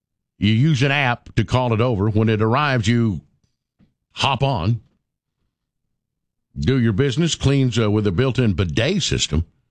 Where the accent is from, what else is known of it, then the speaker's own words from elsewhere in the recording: Sevierville, Tennessee, United States; that's when I first discovered, growing up in Sevierville, that's when it's the first time we ever went to Frank Allen's Market.